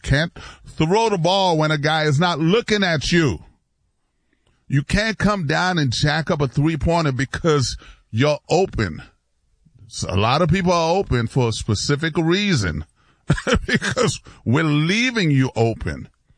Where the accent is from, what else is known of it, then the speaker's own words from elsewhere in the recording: New York, United States; even though I'm from New York, but I was never a Knicks fan